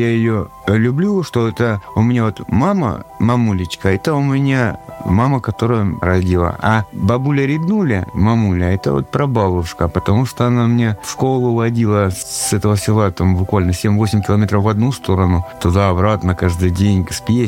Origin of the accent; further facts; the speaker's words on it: Belgorod Oblast, Russia; Я сам коренной житель Белгородской области, я люблю нашу землю, нашу природу, наших людей.